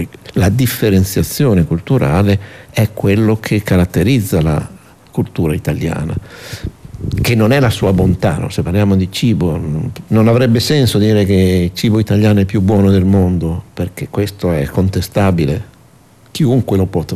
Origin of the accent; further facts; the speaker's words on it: Emilia-Romagna, Italy; accent: Romagnol; now in Bologna, Italy; ho insegnato a Bologna per tanti anni, ma guardi che qualsiasi bolognese riconoscerebbe nel mio accento un'origine romagnola molto diversa.